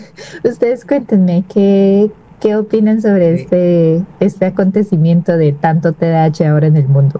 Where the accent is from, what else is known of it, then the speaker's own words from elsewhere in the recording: Guatemala; Hola, soy … de Guatemala